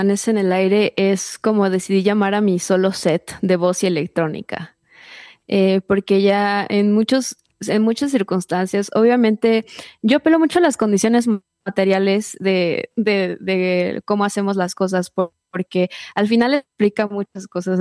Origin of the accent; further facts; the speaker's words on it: Mexico City, Mexico; yo soy una compositora que nací y crecí y vivo en la Ciudad de México